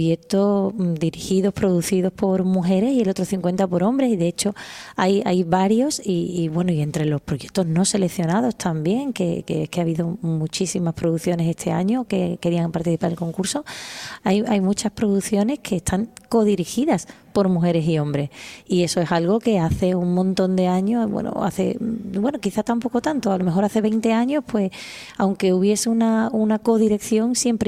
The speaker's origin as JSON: {"language": "Spanish", "region": "Andalusia", "country": "Spain", "accent": "Andalusian"}